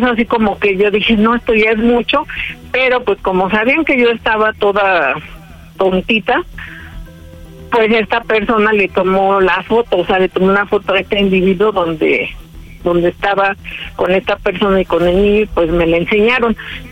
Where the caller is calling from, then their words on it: Pachuca, Hidalgo, Mexico; Tengo 30 años y soy de Pachuca, Hidalgo.